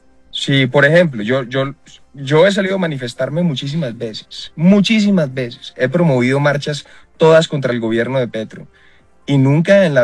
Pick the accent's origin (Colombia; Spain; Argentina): Colombia; Cali, Valle del Cauca; porque además yo soy de Cali.